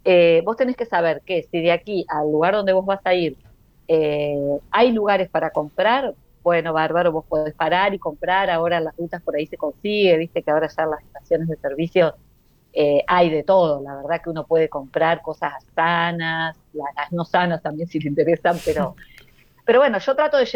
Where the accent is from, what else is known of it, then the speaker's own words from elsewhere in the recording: Entre Ríos, Argentina; vos sabés que yo soy de Entre Ríos, como lo acabas de decir, por lo tanto, nosotros estamos muy cerca, por ejemplo, de Capital Federal